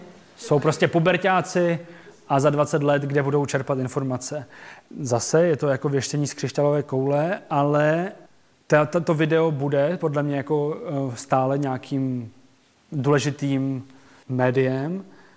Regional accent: Ostrava, Moravian-Silesian Region, Czechia; Z Ostravy. A právě jsem jako pracoval v Praze, studoval, ale měl jsem jako velkou motivaci se vrátit domů.

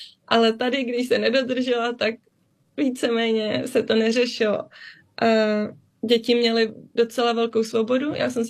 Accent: Germany; born or raised there

